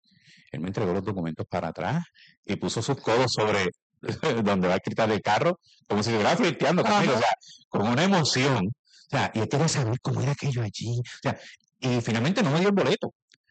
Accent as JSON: {"language": "Spanish", "town": "Corozal", "country": "Puerto Rico", "tie": "born or raised there", "said": "En mi pueblo, en Corozal, yo decía a los muchachos que habían las tres profesiones típicas, ¿verdad?"}